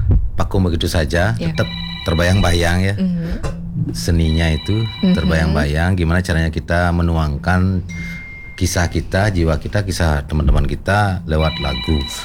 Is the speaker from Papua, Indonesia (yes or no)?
no; Belayu, Bali, Indonesia; Beli asli Belayu.